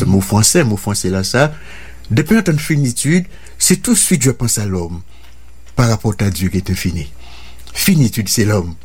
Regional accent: Guadeloupe; puisque nous sommes Guadeloupéens, nous sommes Français.

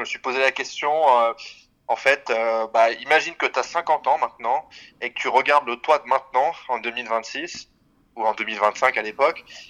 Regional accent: Paris, Île-de-France, France; born or raised there; now in Switzerland

